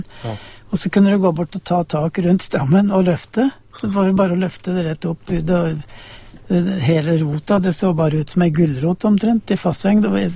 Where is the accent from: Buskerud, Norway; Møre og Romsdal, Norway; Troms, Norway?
Buskerud, Norway; Østmodum; Så hvis jeg ser på gården hjemme på Østmodum, så det jo, der jo en stor del av hagen jo nyplanta